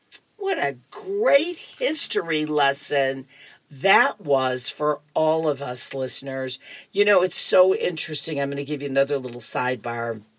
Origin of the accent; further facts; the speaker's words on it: Chicago, Illinois, United States; because I was from the South Side originally.